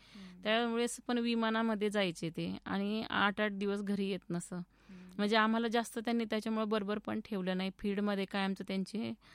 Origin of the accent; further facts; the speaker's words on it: Chambudi, Maharashtra, India; also born or lived in Sarola Adwai / Parner / Pravaranagar; श्रीगोंदा तालुक्यात चांबुडी हे गाव आहे. माझं बालपण माझ्या आईच्या तिकडेच गेल्यानंतर मी मोठी झाल्यानंतर